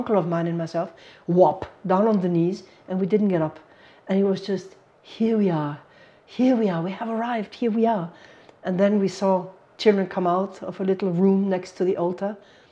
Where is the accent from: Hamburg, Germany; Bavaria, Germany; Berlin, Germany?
Bavaria, Germany; Munich; English is a second language; I am from Germany. I was born in Germany from a Hungarian father and a sort of Italian-German mother. So a mix of nations in our home. And I was born in Munich many years ago, 1958.